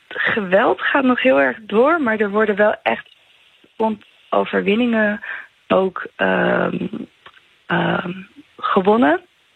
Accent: Bolivia; En ja, ik ben dan zelf uit Bolivia. En in Bolivia hadden wij de Cerro Rico, de berg met al het zilver.

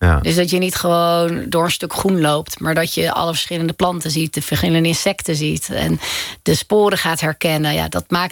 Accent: Zeist, Utrecht, Netherlands; In Zeist, dus dat is niet per se super buiten.

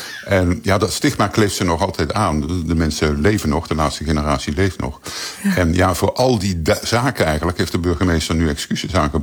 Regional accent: Maastricht, Limburg, Netherlands; born there

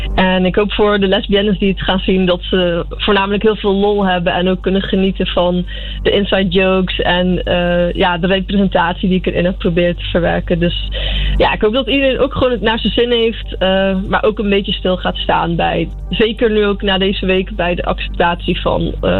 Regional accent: Zeeland, Netherlands; moved away as an adult; also born or lived in Breda; now in Amsterdam, Netherlands; Maar ik kwam ook uit Zeeland. En dat is iets waar queer zijn niet echt gezien wordt. En ook besproken wordt. Ik heb ook een tijdje in Breda gewoond.

